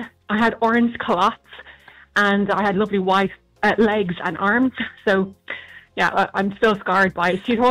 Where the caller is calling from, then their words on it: Ireland; I'm very, very white, very Irish.